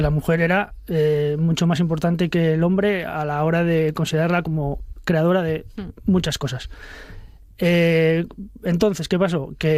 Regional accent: Asturias, Spain; yo soy asturiano

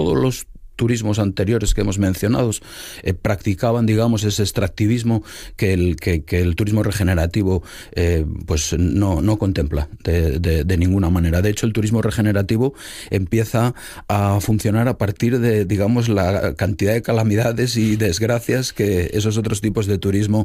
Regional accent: Asturias, Spain; yo soy asturiano, quería barrer un poquito para casa

